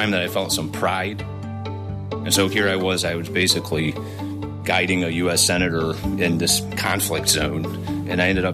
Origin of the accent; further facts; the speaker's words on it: Grayling, Michigan, United States; you know, I'm from Michigan, and he was our senator. So he said, oh, yeah, where are you from? I said, Grayling.